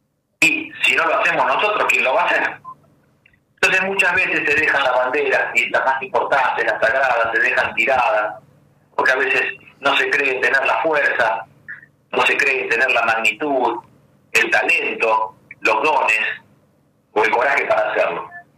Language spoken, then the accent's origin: Spanish; Argentina; como argentinos que somos